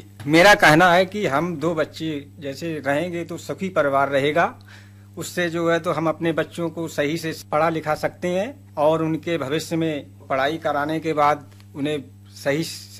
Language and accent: Hindi; Bareilly district, Uttar Pradesh, India; ग्राम नौवां जिला बरेली के रहने वाले हैं